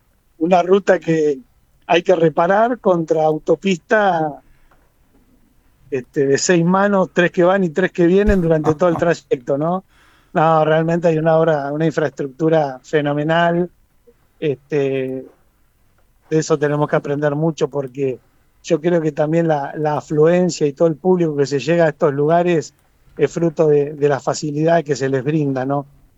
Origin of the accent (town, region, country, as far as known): Argentina